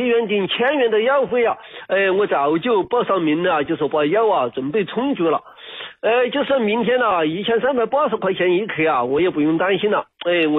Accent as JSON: {"language": "Chinese", "region": "Chongqing", "country": "China", "said": "哎，我是重庆的。"}